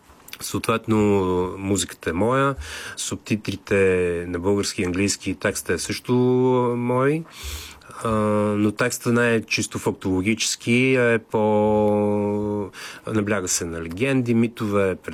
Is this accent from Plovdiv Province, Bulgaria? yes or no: yes; Plovdiv, Plovdiv Province, Bulgaria; Аз живея в Пловдив. Там съм израснал.